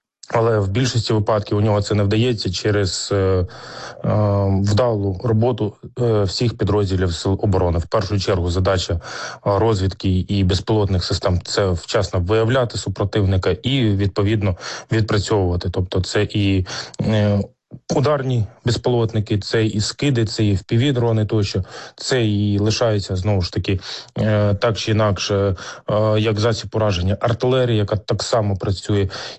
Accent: Kyiv, Ukraine; в моєму рідному Києві

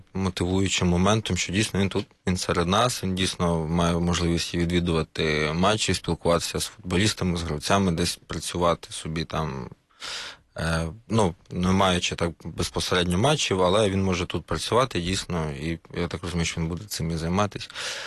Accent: Kyiv, Ukraine; ми ж все одно, як кияни, платимо за цей проїзд

